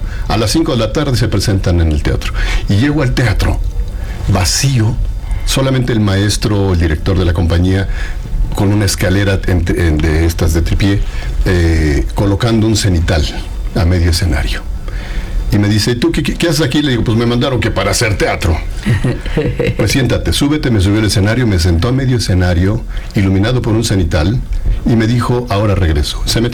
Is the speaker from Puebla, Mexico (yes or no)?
yes; Puebla, Mexico; vivimos en una vecindad en Puebla